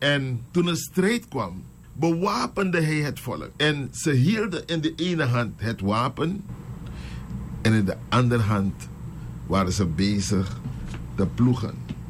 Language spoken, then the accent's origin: Dutch; Suriname; Heren, als Suriname zijn we ontwaakt. Als Surinamers is er vaderlandsliefde in ons.